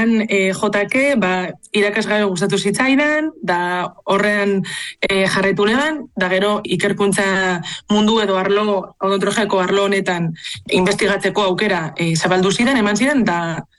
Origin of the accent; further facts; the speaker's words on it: Bilbao, Basque Country, Spain; born there; eta Bilbon jaio nintzen, 1974. urtean.